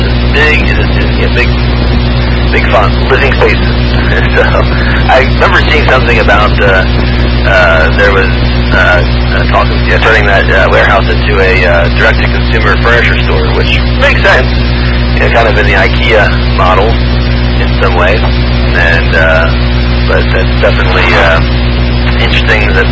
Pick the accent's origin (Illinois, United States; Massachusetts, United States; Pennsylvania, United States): Pennsylvania, United States; Montgomery County; moved away; growing up in Montgomery County, Pennsylvania, not Montgomery County, Maryland.